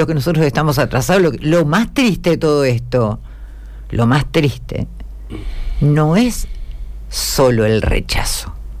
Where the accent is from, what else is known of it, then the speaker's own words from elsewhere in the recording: Uruguay; nosotros somos uruguayos